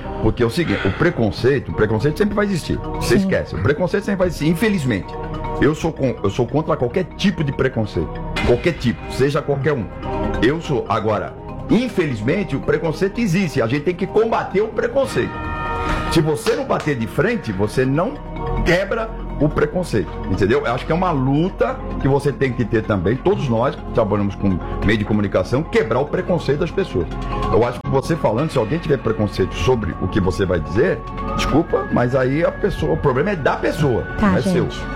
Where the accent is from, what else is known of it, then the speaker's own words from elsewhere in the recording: São Paulo, Brazil; Eu nasci na Parada Inglesa, Zona Norte de São Paulo, uma família simples, humilde, batalhadora, tranquila, imigrante português